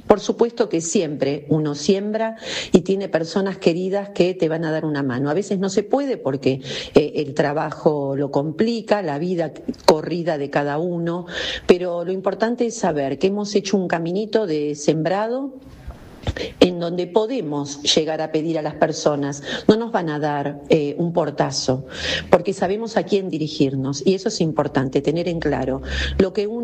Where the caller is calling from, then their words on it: Buenos Aires, Argentina; Buenas tardes, soy … de Parque Avellaneda.